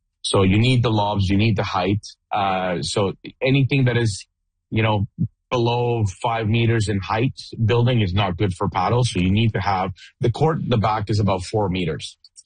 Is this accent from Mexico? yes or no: yes; Mexico; moved away as an adult; now in Canada; So I was born and raised in Mexico. I was born in a tennis court in Mexico.